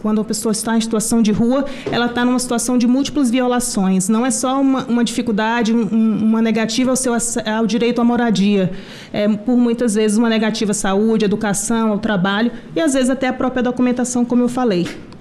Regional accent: Piauí, Brazil; eu sou do Piauí também, o povo do Piauí a gente fala rápido

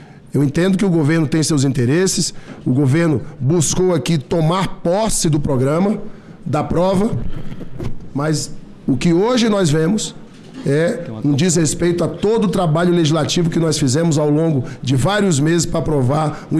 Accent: Acre, Brazil; lá no meu estado do Acre

